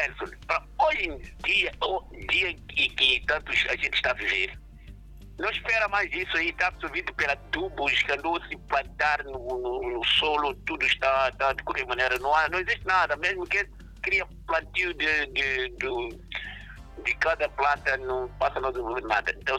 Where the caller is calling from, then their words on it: Gaza, Mozambique; eu sou de Gaza.